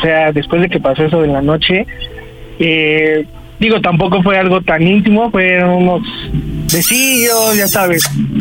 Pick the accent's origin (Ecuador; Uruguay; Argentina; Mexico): Mexico; Ixtapaluca, State of Mexico; Hola, soy de Ixtapaluca, en el Estado de México, y tengo 26 años.